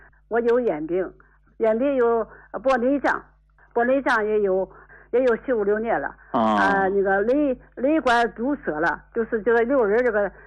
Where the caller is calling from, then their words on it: Yantai, Shandong, China; 我是烟台人，我今年80岁